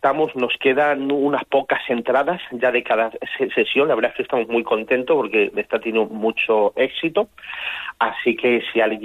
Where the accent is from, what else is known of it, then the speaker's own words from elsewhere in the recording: Extremadura, Spain; yo soy extremeño también